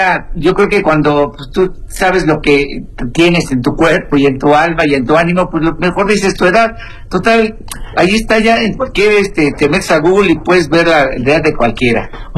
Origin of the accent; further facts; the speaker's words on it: Veracruz, Mexico; mañana en el Foro Boca en Veracruz, mi tierra